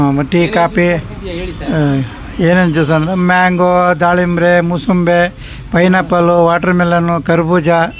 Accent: Kammaradi, Karnataka, India; now in Shivamogga, India; ನಮ್ಮ ಹುಟ್ಟಿ ಬೆಳೆದಿದ್ದೆಲ್ಲ ಚಿಕ್ಕಮಗಳೂರು ಡಿಸ್ಟ್ರಿಕ್ಟ್, ಕೊಪ್ಪ ತಾಲೂಕು, ಕಮ್ಮರಡಿ ಅಂತ.

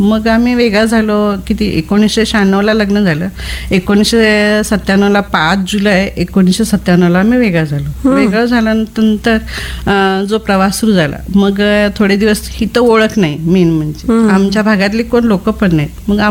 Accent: Sohale, Maharashtra, India; moved away as an adult; माझं माहेर आजरा तालुक्यात सोहाळे म्हणून छोटस गाव आहे.

